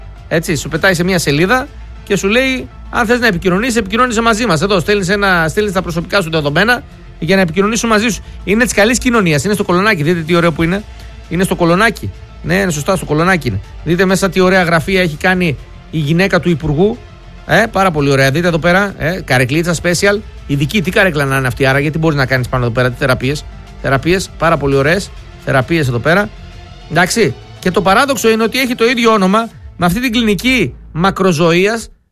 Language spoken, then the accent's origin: Greek; Northern Greece, Greece; moved away; είμαι από το Βορρά.